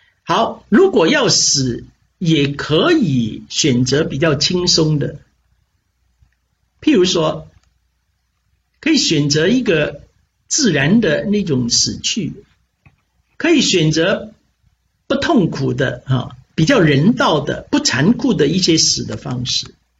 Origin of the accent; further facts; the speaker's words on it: Hong Kong; moved away as an adult; also born or lived in Philippines; 我在香港长大，我一直都没有离开过香港。